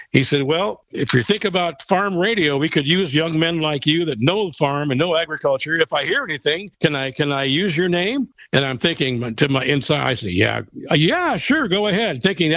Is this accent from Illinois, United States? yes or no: no; Iowa Falls, Iowa, United States; I introduced myself early on as growing up in Iowa Falls and listening to him.